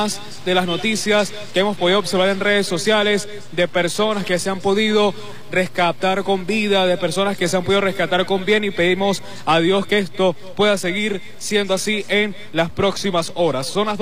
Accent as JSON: {"language": "Spanish", "town": "El Vigía", "region": "Mérida", "country": "Venezuela", "said": "nosotros como venezolanos, nosotros como vigienses"}